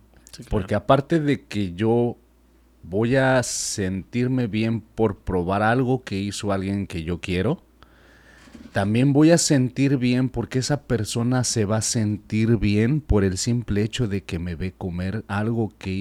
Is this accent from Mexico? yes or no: yes; Mexico; nuestro subconsciente como personas, como mexicanos